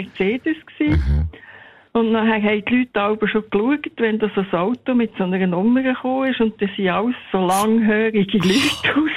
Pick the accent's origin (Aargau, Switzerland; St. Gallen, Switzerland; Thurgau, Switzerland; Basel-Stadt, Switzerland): Aargau, Switzerland; Zofingen; nachher immer plötzlich wieder alle von der gleichen Stadt zusammen getroffen, also von Zofingen her, wo ich aufgewachsen bin.